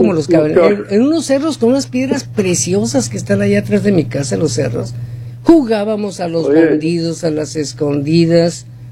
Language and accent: Spanish; Hermosillo, Sonora, Mexico; moved away; acabo de ir a mi ciudad natal. Mi ciudad natal es Hermosillo, Sonora, México